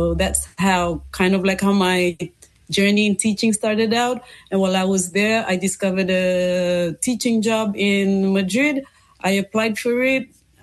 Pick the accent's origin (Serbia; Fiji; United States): Fiji; in situations where people would ask me about where I am from and would be in awe to find out that I'm from Fiji.